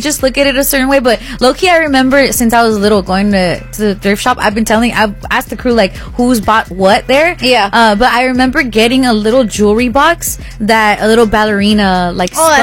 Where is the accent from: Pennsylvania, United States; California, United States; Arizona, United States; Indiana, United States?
California, United States; Santa Ana; Letty, I grew up in Santa Ana and not even me.